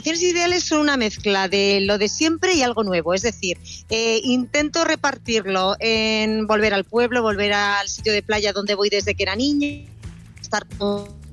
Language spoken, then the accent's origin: Spanish; Spain; Sabéis que yo soy vasco-granadina, entonces sí. Hay una parte de mí que tira hacia el norte